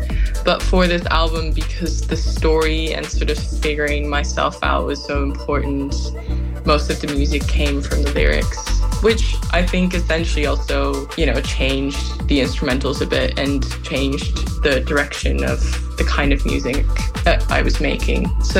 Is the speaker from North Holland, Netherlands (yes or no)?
yes; Amsterdam, North Holland, Netherlands; Yeah, it's funny because I grew up in Amsterdam